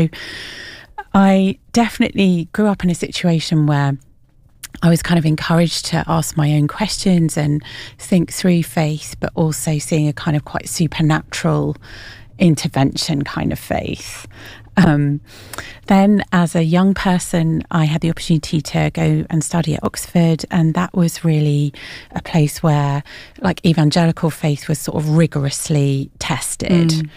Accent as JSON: {"language": "English", "country": "Australia", "tie": "born there", "said": "So, I was born in Australia."}